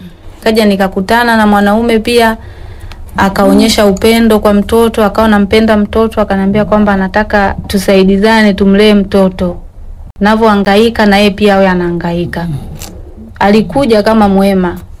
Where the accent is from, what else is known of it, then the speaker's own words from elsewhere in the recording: Iringa, Tanzania; mimi ni mwenyeji wa Iringa.